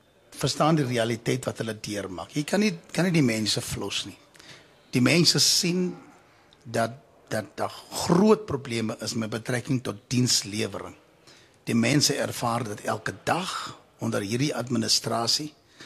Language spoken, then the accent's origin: Afrikaans; Johannesburg, Gauteng, South Africa; Nou, ek kom van Westbury, gemeenskap, wat geweldig onder groot moeilikheid is met betrekking tot bende geweld en dwelms.